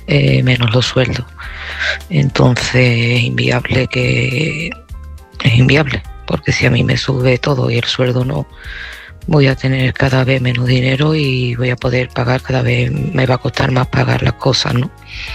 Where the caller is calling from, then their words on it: Seville, Andalusia, Spain; de Sevilla y este mensaje va para Adela.